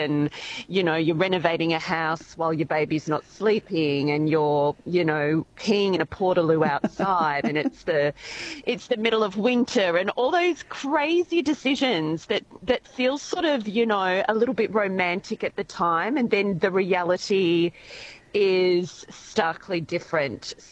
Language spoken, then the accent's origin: English; Port Fairy, Victoria, Australia; I grew up in Port Fairy